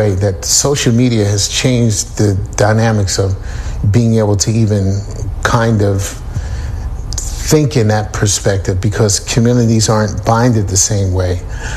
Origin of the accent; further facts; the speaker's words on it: Philadelphia, Pennsylvania, United States; moved away as an adult; I grew up in North Philadelphia, primarily at 10th and Susquehanna, to be specific.